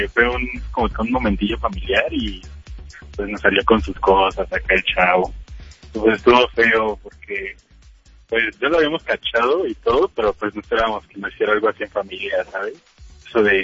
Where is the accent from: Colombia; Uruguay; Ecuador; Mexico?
Mexico; Chicoloapan, State of Mexico; De acá, de San Vicente, Chicoloapan